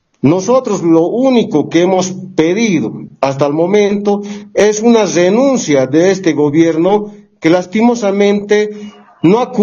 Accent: Bolivia; nosotros nos sentimos decepcionados como bolivianos y bolivianas

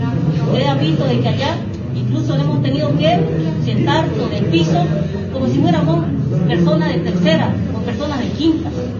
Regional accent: Bolivia; merecemos respeto como mujeres, como bolivianos y bolivianas, como indígenas y campesinos.

